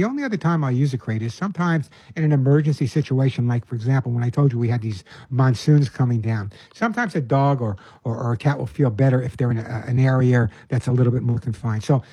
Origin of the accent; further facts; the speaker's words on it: Long Island, New York, United States; I grew up on Long Island. I know you can't tell. I grew up on Long Island, and basically all my friends in the neighbor had dogs.